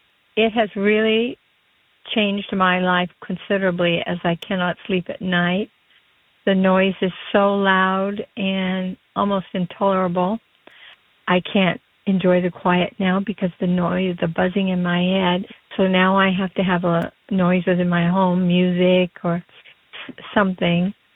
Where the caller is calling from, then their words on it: Oregon, United States; I'm calling from Oregon.